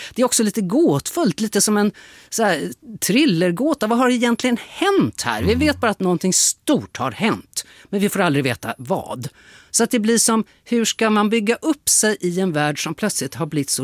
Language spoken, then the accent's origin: Swedish; Stockholm, Stockholm County, Sweden; Jag tycker ju ändå som stockholmare att det är roligt att han har skrivit en Stockholmsroman.